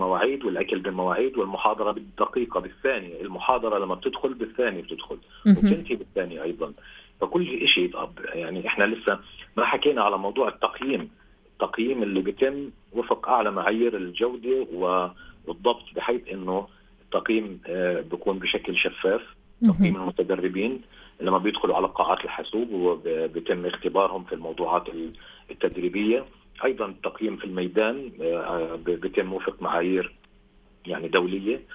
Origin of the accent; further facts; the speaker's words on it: Palestine; عندنا بفلسطين